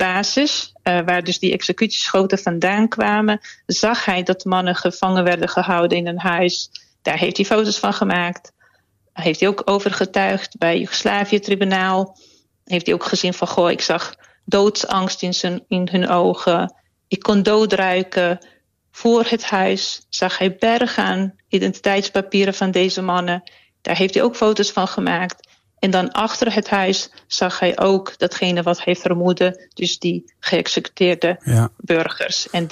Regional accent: Srebrenica, Republika Srpska, Bosnia & Herzegovina; now in Netherlands; Ja, kijk, ik kom zelf uit Srebrenica.

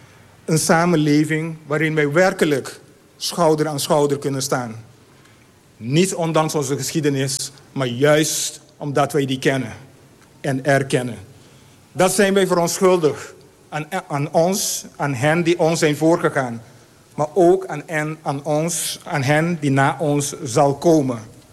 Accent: Rincon, Bonaire, Caribbean Netherlands; born there; first language Papiamento; Dutch is a second language; Rincon. Het dorp waar ik ben geboren.

